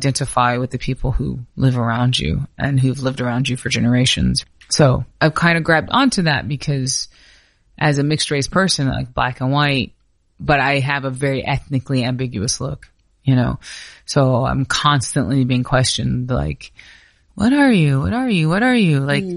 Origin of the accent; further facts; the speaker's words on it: North Carolina, United States; So I'm from the Piedmont of North Carolina. It's like this area. It's just my part of it is in North Carolina.